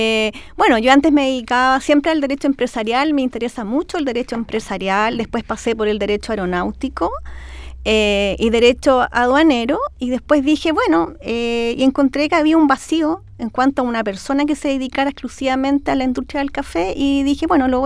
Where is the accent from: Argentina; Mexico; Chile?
Chile; Concepción, Biobío; born there; moved away as an adult; now in Santiago, Chile; En Concepción, casi toda mi carrera la he ejercido acá en Santiago. O sea, en Concepción yo nací, me vine a los 23, me vine para acá. Así que soy muy santiaguina. Santiaguinizada total, pero mantengo mi